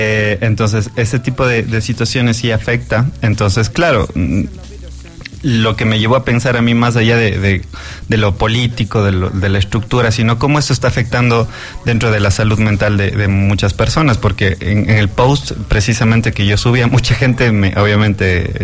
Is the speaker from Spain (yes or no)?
no; Cuenca, Azuay, Ecuador; Yo cuando era pelado, yo estudié la escuela ahí